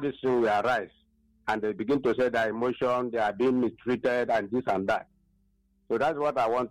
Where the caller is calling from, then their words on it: Enugu, Enugu State, Nigeria; I'm from Enugu here.